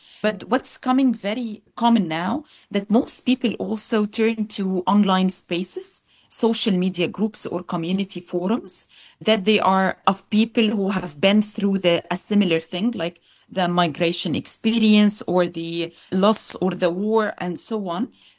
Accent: Egypt; now in Melbourne, Australia; I come from Egyptian Middle Eastern background. And like many migrants, my journey is layered and shaped but with migration, motherhood, education, and community work.

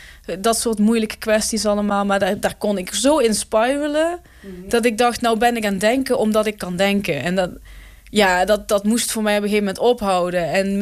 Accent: Roermond, Limburg, Netherlands; ik groeide op in Maasniel. In Neel.

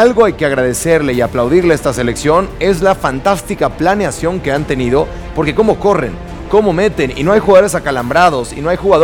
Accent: Mexico; Yo voy a decir una cosa como mexicano

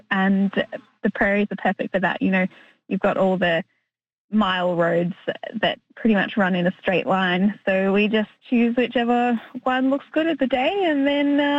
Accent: Tasmania, Australia; I'm from Tasmania in Australia, right?

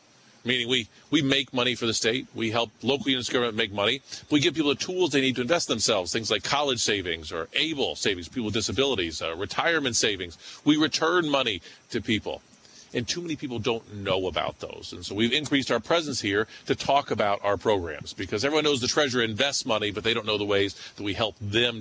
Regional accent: United States; I grew up in Champaign County. I grew up going to the Champaign County Fair.

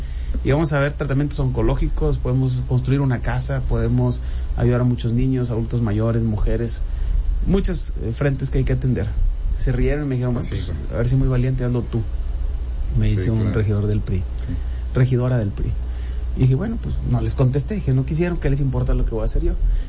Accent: Saltillo, Coahuila, Mexico; Es el distrito que me vio nacer, que me vio crecer. Yo nací en el Hospital Magisterio y me crié toda mi vida en Lomas de Lourdes hasta que me casé.

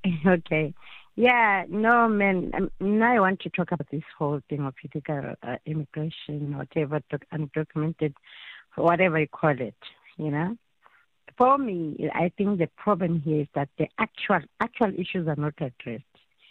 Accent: South Africa; but it's only being a South African, also coming from the ANC background, no one believes you anymore.

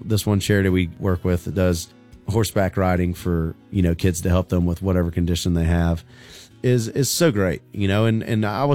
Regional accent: Tullahoma, Tennessee, United States; the kids in my hometown of Tullahoma, Tennessee, and surrounding towns.

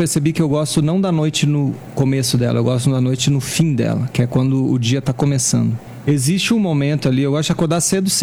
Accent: Rio Grande do Sul, Brazil; accent: gaúcho; moved away; also born or lived in Brasília / Rio de Janeiro; Eu sinto que o gaúchês está em mim mais predominantemente do que qualquer coisa, né? Por conta de eu ter sido criado lá, minha família toda lá, né?

